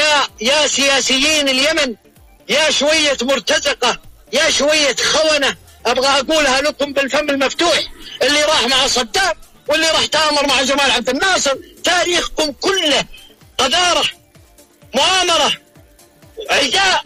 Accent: Saudi Arabia; أنا لكم … من السعودية

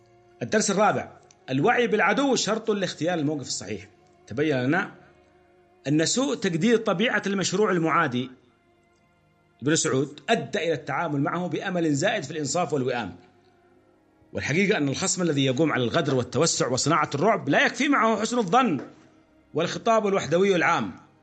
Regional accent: Yemen; عندنا في اليمن نرى ذلك

